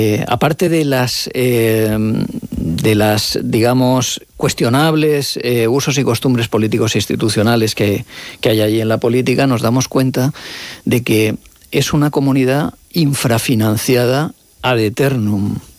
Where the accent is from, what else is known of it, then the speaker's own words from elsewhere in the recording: Alicante, Valencian Community, Spain; Y soy alicantino, o sea, valenciano.